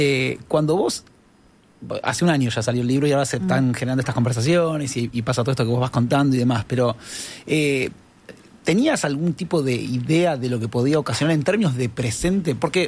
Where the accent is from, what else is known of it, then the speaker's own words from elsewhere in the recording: Argentina; yo soy argentina